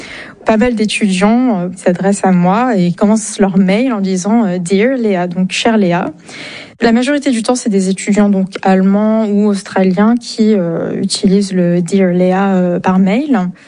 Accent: France; also born or lived in Armenia; je suis française et arménienne

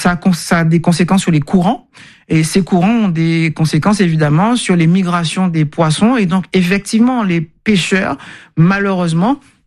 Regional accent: Guadeloupe; born there; Je suis née en Guadeloupe.

